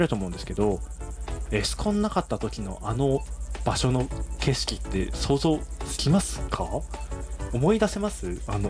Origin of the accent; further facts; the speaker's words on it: Kitahiroshima, Hokkaido, Japan; 僕らはこう大曲がりの出身なので